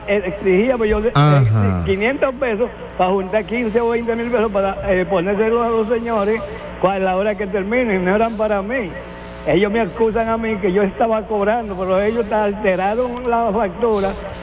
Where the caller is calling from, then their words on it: Dominican Republic; el dominicano tenemos maña